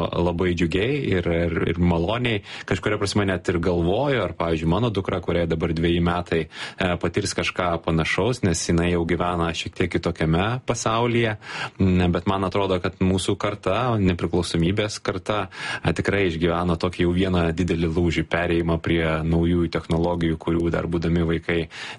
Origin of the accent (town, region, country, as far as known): Vilnius, Vilnius County, Lithuania; born or raised there